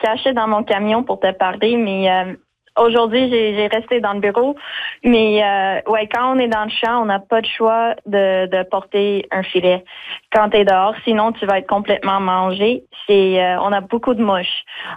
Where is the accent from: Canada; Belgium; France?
Canada; Longueuil, Quebec; moved away as an adult; now in La Tabatière, Canada; Non, j'ai grandi à Montréal, ben sur la rive sud à Longueuil